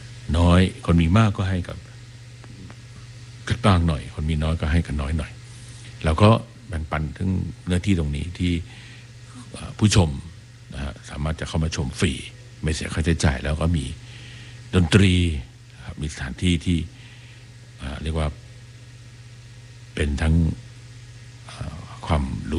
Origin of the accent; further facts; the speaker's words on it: Bangkok, Thailand; ก็ตอนไปอยู่กันกับน้องสาวซึ่งเราก็เป็นเด็กกรุงเทพนะฮะที่มีไฟฟ้าแล้วก็มีโทรทัศน์ดูในที่บ้านนอก